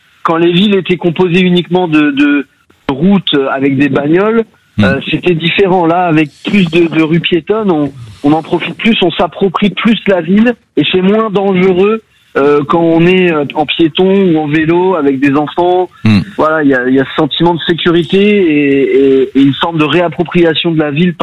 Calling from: Bordeaux, Nouvelle-Aquitaine, France; Moi, donc j'habite à Bordeaux.

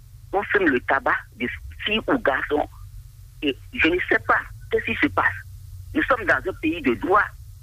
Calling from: Benin; Je vous appelle de Ferrier.

